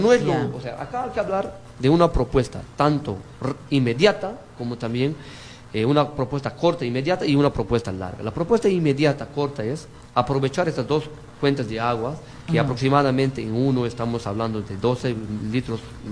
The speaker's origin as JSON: {"language": "Spanish", "country": "Peru", "said": "que yo soy de Aine, conozco el tema de Peña Blanca, esas cabeceras de Cuenca"}